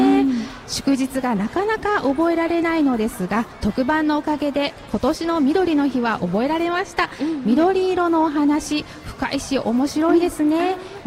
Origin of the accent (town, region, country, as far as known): Kyoto, Japan; born or raised there